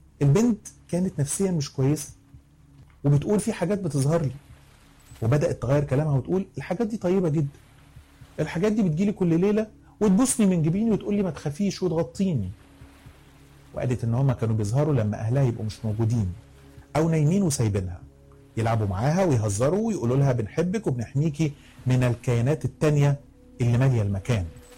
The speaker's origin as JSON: {"language": "Arabic", "country": "Egypt", "said": "وعندنا في مصر تشهد"}